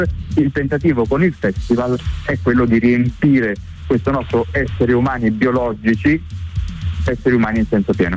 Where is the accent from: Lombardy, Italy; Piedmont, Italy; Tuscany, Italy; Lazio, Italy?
Lazio, Italy; Rome; born there; Mio papà è calabrese, mia mamma è abruzzese, io sono nato a Roma.